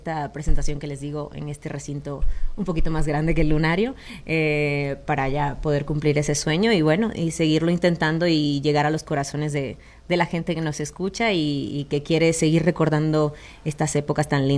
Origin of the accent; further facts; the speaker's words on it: Venezuela; Yo, por ejemplo, soy venezolana